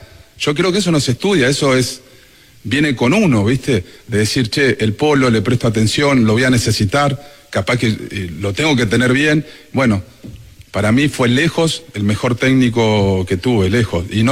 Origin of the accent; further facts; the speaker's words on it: Argentina; Yo soy muy argentino, después de argentino soy sudamericano.